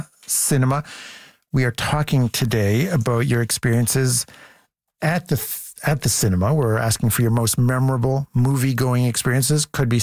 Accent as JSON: {"language": "English", "country": "Canada"}